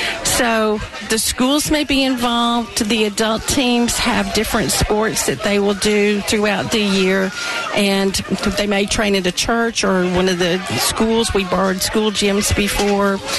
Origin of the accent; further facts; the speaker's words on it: Augusta, United States; I'm actually from Augusta